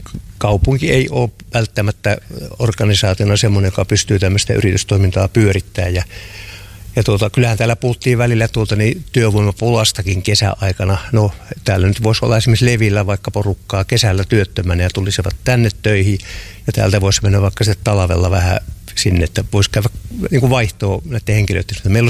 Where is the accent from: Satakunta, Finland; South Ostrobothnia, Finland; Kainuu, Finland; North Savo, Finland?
South Ostrobothnia, Finland; Ähtäri; Mä oon ihan paljasjalkainen ähtäriläinen ja tuolla Inhan tehtaalla on syntynyt ja isä ja pappa on ollut siellä töissä